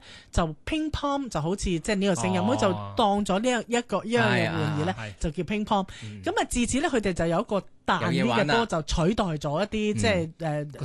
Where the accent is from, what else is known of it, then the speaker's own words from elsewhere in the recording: China; 都係我哋中國人。